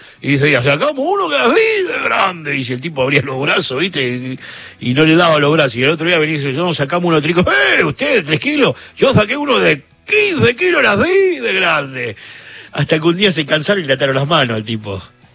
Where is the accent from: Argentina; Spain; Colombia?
Argentina; así somos los argentinos